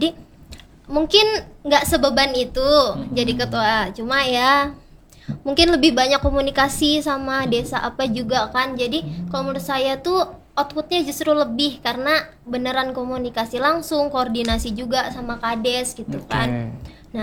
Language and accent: Indonesian; Palangka Raya, Central Kalimantan, Indonesia; aku kan kebetulan orang Palangka juga, jadi nggak terlalu sering keluar kota gitu kan.